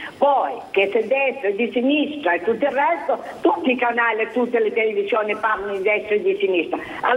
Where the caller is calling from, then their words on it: Genoa, Liguria, Italy; Sono da Bolzaneto.